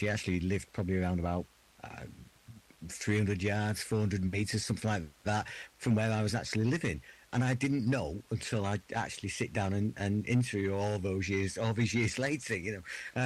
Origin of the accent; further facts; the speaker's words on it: Hyde, North West England, United Kingdom; also born or lived in Hattersley; And I'm, you know, I'm from Hyde originally and so on. But the stories are just remarkable. So I when I grew up, I lived on Hattersley. I spent the first sort of 18 years of my life living in Hattersley.